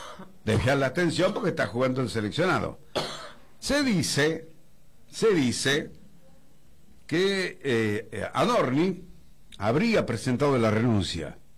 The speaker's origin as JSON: {"language": "Spanish", "country": "Argentina"}